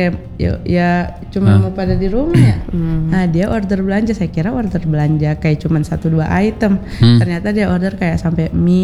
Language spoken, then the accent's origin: Indonesian; Palu, Central Sulawesi, Indonesia; Saya asli Palu